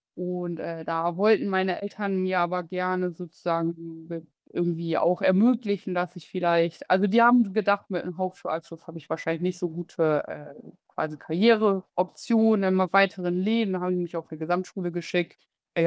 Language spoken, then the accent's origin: German; Bremen, Germany; Ja, also ich bin aufgewachsen in Bremen-Nord. Ich weiß gar nicht, ob du dich in Bremen so ein bisschen auskennst.